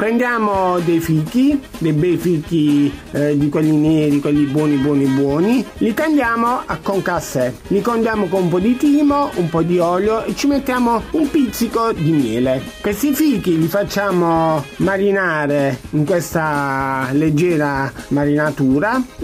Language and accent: Italian; Matera, Basilicata, Italy; born there; la mia terra d'origine, alla Lucania e a Matera